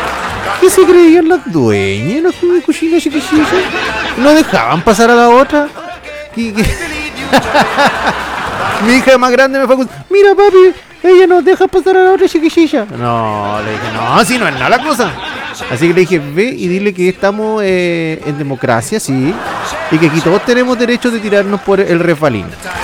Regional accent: Ancud, Los Lagos, Chile; born there; also born or lived in Castro; en Ancud, mi tierra natal, que me vio nacer

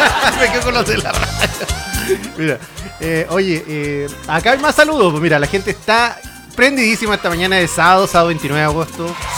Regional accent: Puerto Montt, Los Lagos, Chile; moved away; Allá en Puerto Montt le decimos pinatras.

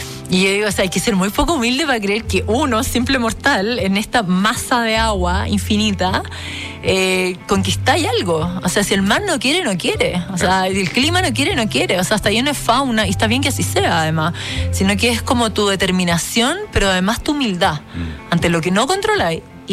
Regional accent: Chile

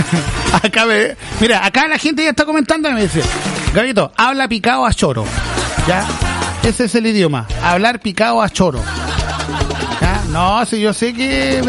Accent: Chile; Ya, somos chilenos, hablamos bien.

